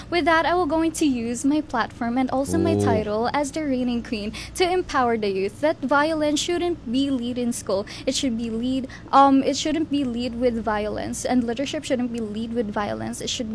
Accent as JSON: {"language": "English", "town": "Cadiz", "region": "Negros Occidental", "country": "Philippines", "said": "I am from Barangay Zone 6, Cadiz City."}